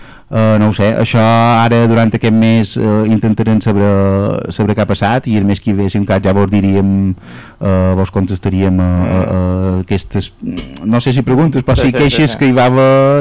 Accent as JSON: {"language": "Catalan", "area": "Mallorca", "region": "Balearic Islands", "country": "Spain", "accent": "Mallorcan", "said": "venim des català, que som mallorquí, que parlem mallorquí"}